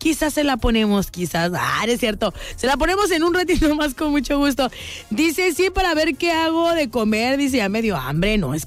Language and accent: Spanish; Guanajuato, Mexico; moved away; Soy nacida en Guanajuato, ¿verdad? Ahí nacida y ahí crecida